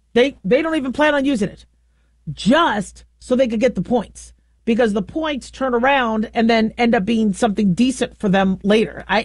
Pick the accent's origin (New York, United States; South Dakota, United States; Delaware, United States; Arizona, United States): Arizona, United States; Phoenix; I remember Circle K when I grew up in Phoenix, Arizona, and we're seeing a lot of Circle K's in my area.